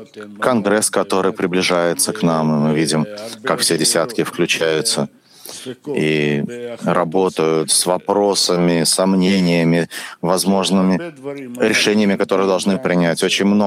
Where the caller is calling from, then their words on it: Petah Tikva, Central District, Israel; Мы 17-я десятка из Петахтыка.